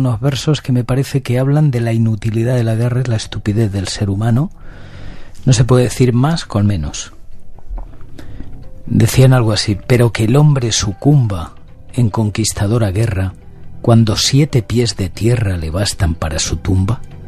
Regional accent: Montiel, Castilla-La Mancha, Spain; born there; moved away; he estado en Castilla-La Mancha, en mi tierra, en Montiel

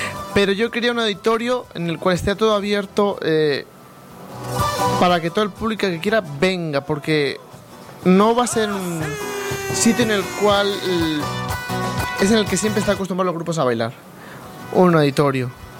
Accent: Totana, Region of Murcia, Spain; en mi pueblo Totana en el que yo vivo

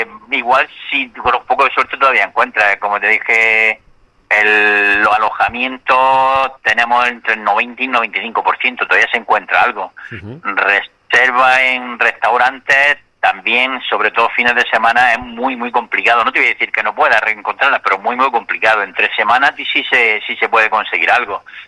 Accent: Águilas, Region of Murcia, Spain; born there

